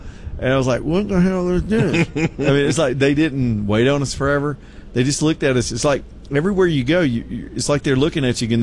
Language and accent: English; Alabama, United States; And we come from Alabama's a pretty poor state, but it's different out here.